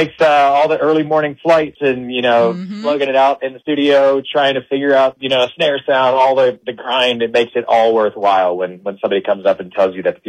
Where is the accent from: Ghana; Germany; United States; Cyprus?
United States; Northeast; now in Nashville, United States; I'm from the Northeast, so yeah. It feels good to be home.